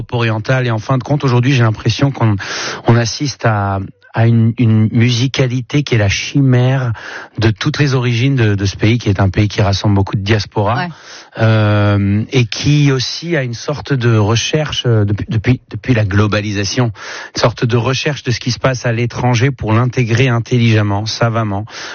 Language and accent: French; Tel Aviv, Tel Aviv District, Israel; now in France; je n'ai jamais été joué dans la ville où j'ai grandi, à Tel Aviv.